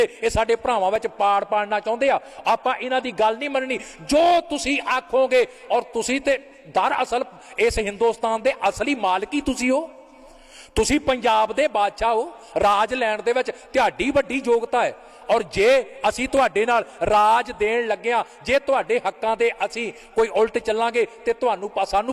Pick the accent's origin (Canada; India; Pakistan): India; Punjab; ਇਹ 200 ਸਾਲ ਗੋਰਿਆਂ ਦੇ ਗੁਲਾਮ ਰਿਹਾ, ਅਤੇ ਅਸੀਂ ਪੰਜਾਬੀ ਜਿਹੜੇ 98 ਸਾਲ ਗੁਲਾਮ ਰਹੇ ਹਾਂ।